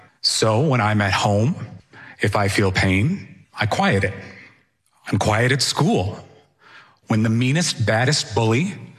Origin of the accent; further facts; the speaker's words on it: Sudbury, Massachusetts, United States; now in Stoneham, United States; I grew up in Sudbury, Massachusetts, and I live in Stoneham now